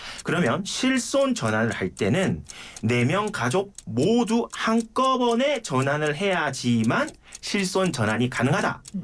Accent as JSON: {"language": "Korean", "town": "Geoje", "region": "South Gyeongsang", "country": "South Korea", "tie": "born or raised there", "moved": "yes", "said": "제 고향인 거제도도 갈 수 있습니다."}